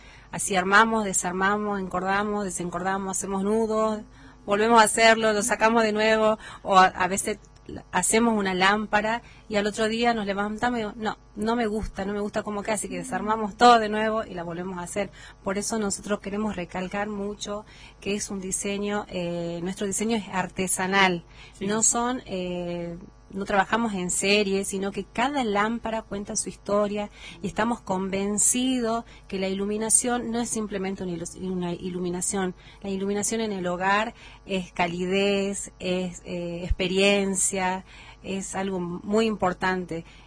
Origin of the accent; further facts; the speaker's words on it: Yuto, Jujuy, Argentina; now in Perico, Argentina; yo soy de Yuto, vivo en Perico ya hace muchos años